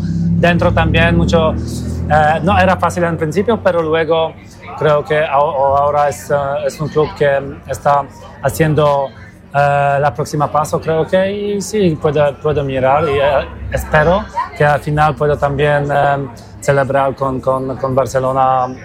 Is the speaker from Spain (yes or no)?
no; Poland; Spanish is a second language; yo soy polaco, soy de Polonia